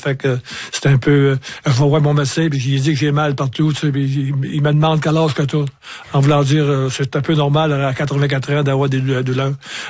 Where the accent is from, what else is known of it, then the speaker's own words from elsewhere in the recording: Montreal, Quebec, Canada; vu que c'était chez nous à Montréal